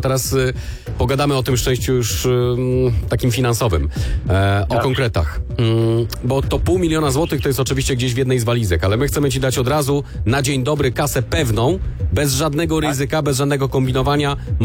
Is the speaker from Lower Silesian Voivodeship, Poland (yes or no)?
yes; Lower Silesian Voivodeship, Poland; doskonale jestem z Dolnego Śląska.